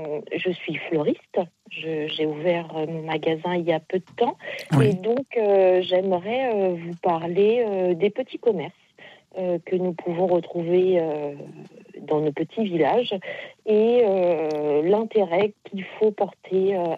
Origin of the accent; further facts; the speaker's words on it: Beaulieu-Roi, France; Alors, moi, je suis de Beaulieu-Roi, donc nous sommes 1300 habitants.